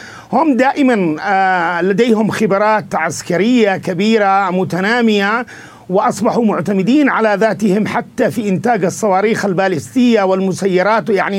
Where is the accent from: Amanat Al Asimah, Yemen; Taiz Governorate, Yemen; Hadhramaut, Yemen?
Taiz Governorate, Yemen; Al-Ma'afer / Al-Mawasit district; born there; المديرية المعافر والمواسط التي هي رأس مسقط رأسي